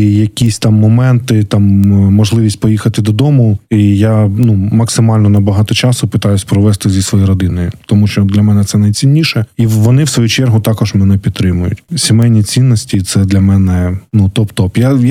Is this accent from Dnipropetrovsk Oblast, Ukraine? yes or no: yes; Kryvyi Rih, Dnipropetrovsk Oblast, Ukraine; я для себе зробив вибір вже, ну, вуз у моєму рідному Кривому Розі і продовжив навчання в рідному місті.